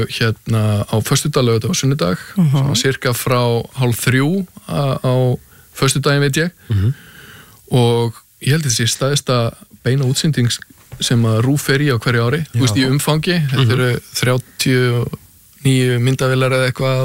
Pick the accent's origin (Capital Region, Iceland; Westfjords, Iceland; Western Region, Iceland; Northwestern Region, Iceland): Capital Region, Iceland; Hafnarfjörður; ég ólst upp í Hafnarfirðinum að golfklúbum Keili bara byrjaði þar 7-8 ára gamall.